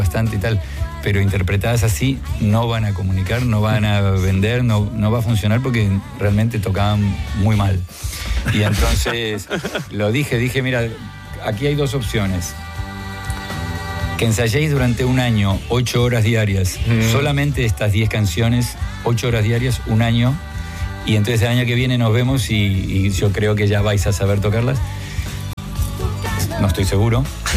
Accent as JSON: {"language": "Spanish", "town": "Murcia", "region": "Region of Murcia", "country": "Spain", "said": "y yo decía, pero si soy de Murcia."}